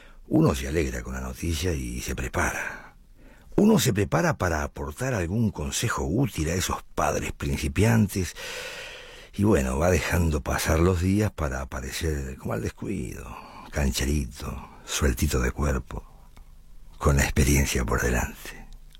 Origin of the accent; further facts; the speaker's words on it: Uruguay; decía yo, sin darme cuenta, como buen uruguayo, que en cualquier parte del mundo lo más importante es el bebé y no el regalo.